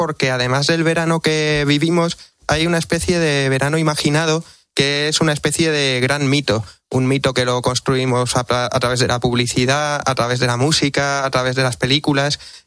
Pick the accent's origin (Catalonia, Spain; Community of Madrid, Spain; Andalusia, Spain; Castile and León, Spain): Community of Madrid, Spain; Madrid; moved away as an adult; now in Murcia, Spain; aunque soy madrileño, me trasladé a Murcia y cumplí ese viejo sueño del veraneante de Madrid que se mueve hacia el mar